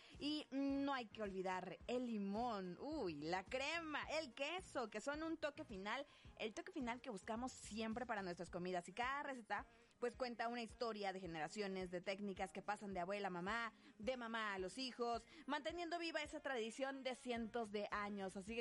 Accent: Puebla, Mexico; Siento que sí he fallado como poblana.

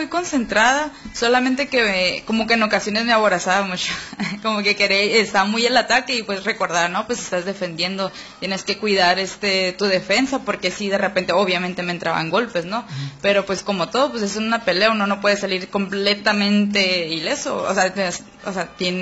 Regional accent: Mexico; uno como mexicano siempre va a tener ese espíritu guerrero

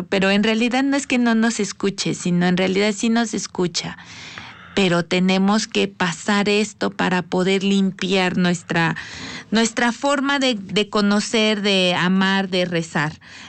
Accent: Mexico; nosotros como mexicano la consideremos nuestra madre de todo.

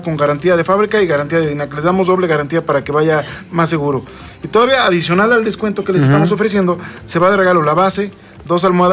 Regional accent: Mexico; Bueno, ganamos, me incluyo porque soy mexicano.

